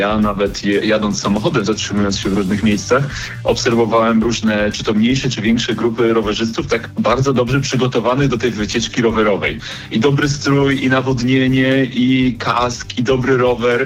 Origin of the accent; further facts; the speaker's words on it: Warmian-Masurian Voivodeship, Poland; ja pochodzę z Mazur, więc wybrałem się na majówkę celowo na Mazury